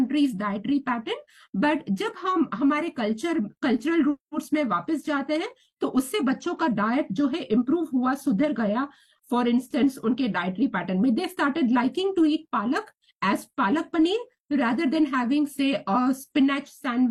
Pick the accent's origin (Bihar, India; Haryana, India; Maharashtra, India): Maharashtra, India; Mumbai; moved away; जो मैं मुंबई से आती हूँ